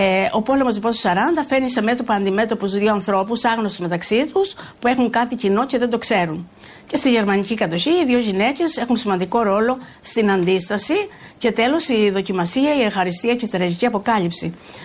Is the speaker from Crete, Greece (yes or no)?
yes; Ziros, Crete, Greece; moved away as an adult; από τα μικρά μου μέχρι 22 χρόνια που έφυγε από το χωριό μου τη Ζήρου